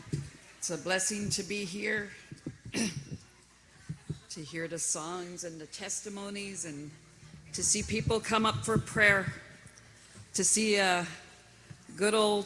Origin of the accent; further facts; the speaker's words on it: Moosonee, Ontario, Canada; from Moosonee, and, you know, I have some family here in Lac-Seul.